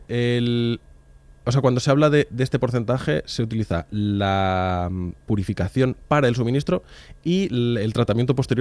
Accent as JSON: {"language": "Spanish", "town": "Madrid", "region": "Community of Madrid", "country": "Spain", "said": "que como madrileño defiendo aquí a muerte"}